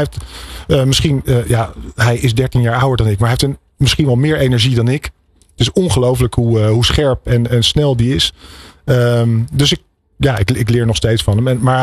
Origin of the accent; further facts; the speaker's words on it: Amsterdam, North Holland, Netherlands; Ja, het is toch, wij komen uit Amsterdam.